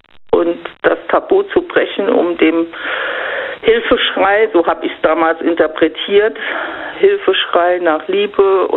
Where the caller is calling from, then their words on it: Rhineland-Palatinate, Germany; Ja, RPR Einzugsgebiet Rheinland-Pfalz.